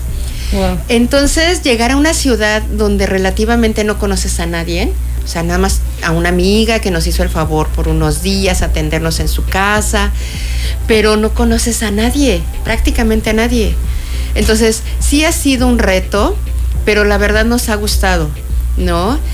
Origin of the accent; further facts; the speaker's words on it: Mexico City, Mexico; now in Cancún, Mexico; yo soy de la Ciudad de México.